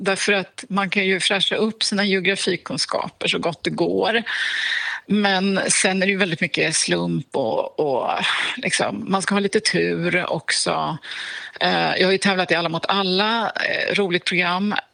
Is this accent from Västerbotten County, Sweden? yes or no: no; Almvik, Kalmar County, Sweden; så jag är väldigt rotad i, liksom, i Västervik och däromkring. Almvik växte jag upp i, faktiskt.